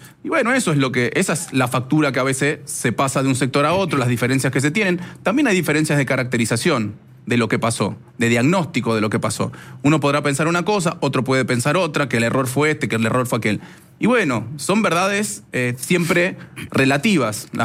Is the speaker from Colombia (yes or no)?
no; Quilmes, Buenos Aires Province, Argentina; Yo soy de Quilmes.